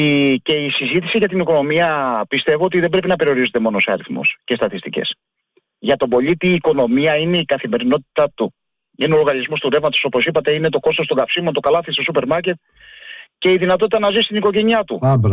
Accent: Patras, Western Greece, Greece; εγώ βλέπω την πόλη μου, την Πάτρα, αυτή τη στιγμή το πρωί να είναι μια έρημη πόλη.

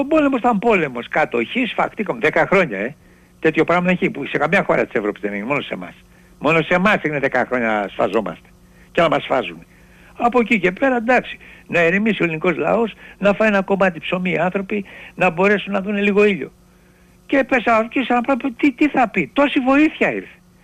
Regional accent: Thebes, Central Greece, Greece; ήρθα εδώ στην Ελλάδα, στη Θήβα, στην πατρίδα μου, να κάνω επένδυση

